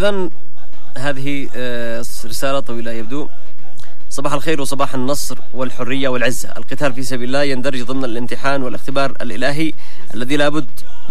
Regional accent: Yemen; نحن أبناء اليمن أحرار

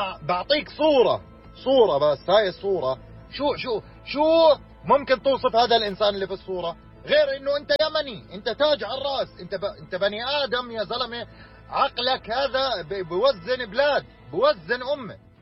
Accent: Palestine; انا كفلسطيني

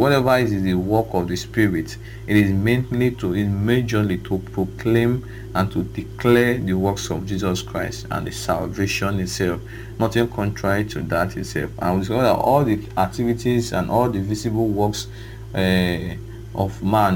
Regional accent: Okada, Edo, Nigeria

